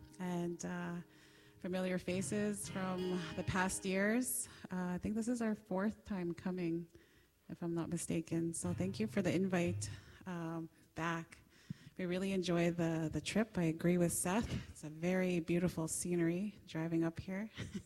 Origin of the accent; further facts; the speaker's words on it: Manitoba, Canada; moved away; We're originally from the Island Lake Anishinaabe Nation, which is northeast Manitoba. So it's very close to the other Anishinaabe nations in Ontario, so Round Lake and Sandy Lake and stuff.